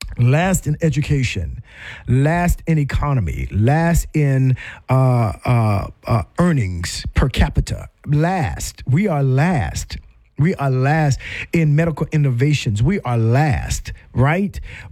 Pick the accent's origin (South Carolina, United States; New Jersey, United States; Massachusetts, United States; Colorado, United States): South Carolina, United States; born there; Bob Jones University in South Carolina, my home state